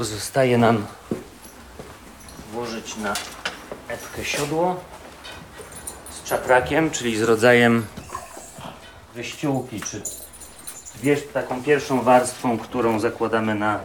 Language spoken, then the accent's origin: Polish; Rybnik, Silesian Voivodeship, Poland; moje nowiny, czyli miejsce, gdzie się wychowywałem w Rybniku